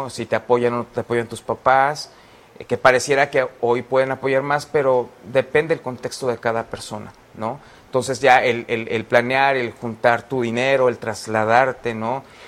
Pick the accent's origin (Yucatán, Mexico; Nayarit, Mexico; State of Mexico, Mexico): Nayarit, Mexico; Tepic; moved away as an adult; also born or lived in Mexico City; Y ya después en 2014 me trasladé aquí a mi tierra, pues a Tepic